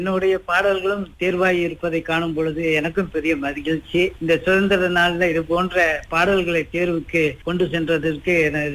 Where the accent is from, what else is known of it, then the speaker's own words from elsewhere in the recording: Kuala Lipis, Pahang, Malaysia; moved away; நான் பிறந்து வளர்ந்த அந்த தோட்டத்து மண்ணின் வாசம் இன்றும் என்னோட பயணித்துக் கொண்டிருக்கின்றது.